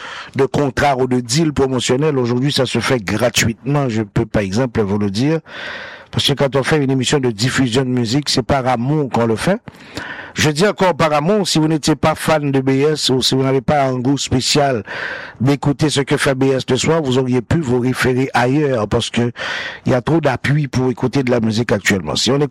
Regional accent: Port-au-Prince, Ouest, Haiti; La vie d'hier quand j'étais à Port-au-Prince, dans ma terre natale.

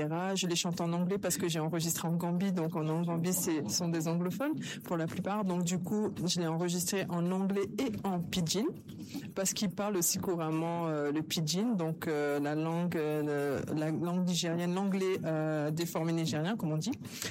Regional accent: France; born there; de la musique française, parce que je suis née en France.

